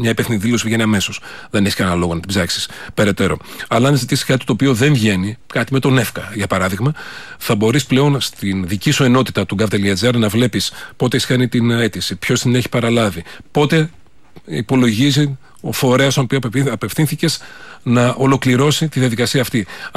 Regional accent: Thessaly, Greece; είτε είσαι από τα μέρη μου, από τη Θεσσαλία

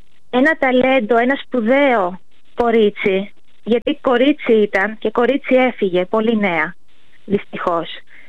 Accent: Patras, Western Greece, Greece; που είμαι και εγώ από την Πάτρα.

